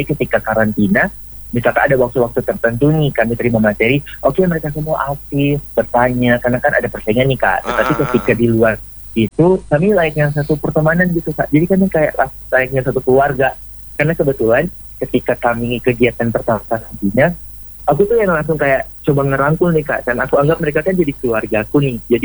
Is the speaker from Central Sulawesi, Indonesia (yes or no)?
no; North Sulawesi, Indonesia; mari sama-sama kita banggakan daerah asal kita, Kabupaten Kepulauan Sangihe lebih tepatnya